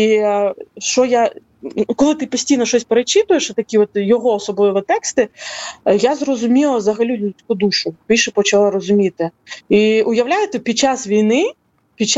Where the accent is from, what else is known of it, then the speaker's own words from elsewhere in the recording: Crimea, Ukraine; Ось, і він розказував, як ми пов'язані, кримські татари, да, пов'язані з Польщею по історії.